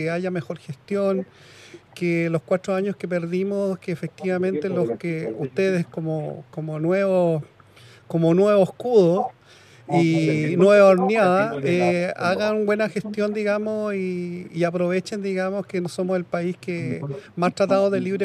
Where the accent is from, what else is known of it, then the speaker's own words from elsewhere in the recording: Santiago, Santiago Metropolitan Region, Chile; yo que soy santiaguino de tomo y lomo